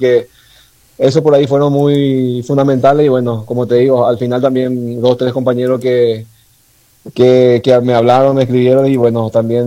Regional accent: Paraguay; moved away as an adult; now in Mendoza, Argentina; yo tenía la oportunidad de seguir ahí en mi país

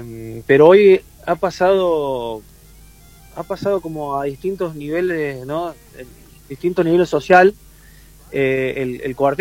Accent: Las Heras, Mendoza, Argentina; yo desde chico en Mendoza, porque yo nací en Las Heras

